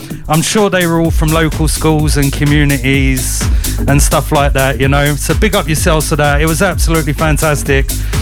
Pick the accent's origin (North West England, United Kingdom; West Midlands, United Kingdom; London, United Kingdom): London, United Kingdom; growing up in London, I was never playing them prices for that banging food.